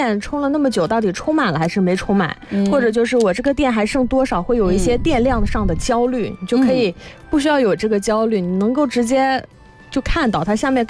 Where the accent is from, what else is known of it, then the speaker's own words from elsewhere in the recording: Guangzhou, Guangdong, China; 我们广州人